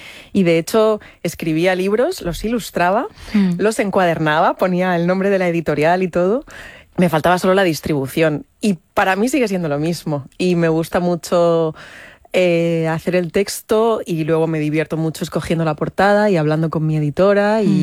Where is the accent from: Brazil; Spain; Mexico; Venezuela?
Spain; Madrid, Community of Madrid